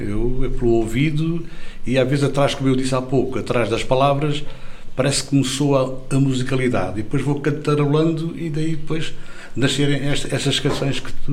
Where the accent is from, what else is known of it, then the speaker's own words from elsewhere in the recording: Alentejo, Portugal; eu sou de fronteira, não é? Vila Bunhelvas, fronteira com Badajoz